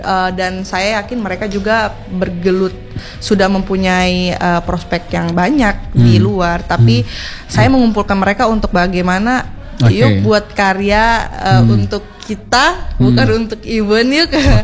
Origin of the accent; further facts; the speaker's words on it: Sulawesi, Indonesia; Tapi saya besarnya di Sulawesi.